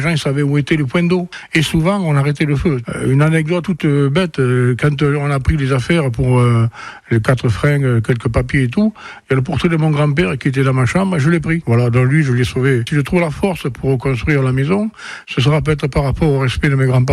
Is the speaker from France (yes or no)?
yes; Saumos, Nouvelle-Aquitaine, France; born there; Je suis né à Somos, là où il y a eu tous ces incendies, Somos, le porche, le temple, etc.